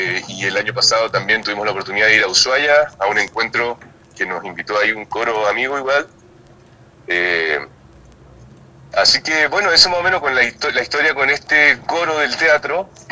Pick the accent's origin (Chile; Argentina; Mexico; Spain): Chile; Punta Arenas, Magallanes and Chilean Antarctica; also born or lived in Valparaíso; cuando volví a trabajar acá a Punta Arenas, de donde yo soy, yo nací acá y todo, cuando me volví el año 2006